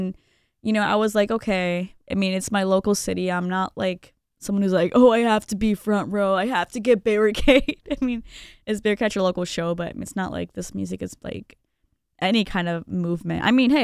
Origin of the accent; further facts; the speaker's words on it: Grand Rapids, Michigan, United States; I am from Grand Rapids, Michigan.